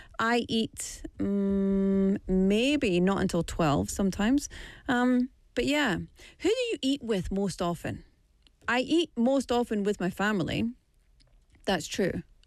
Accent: Scotland, United Kingdom; as a Scot, as a Scottish person

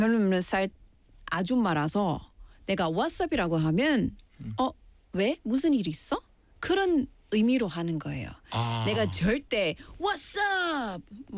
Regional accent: Busan, South Korea; accent: Busan dialect; 우리는 뭐 부산 사투리 할 때

